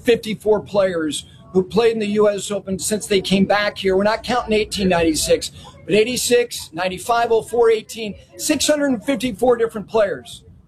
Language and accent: English; New Jersey, United States; I grew up on the Jersey side of things.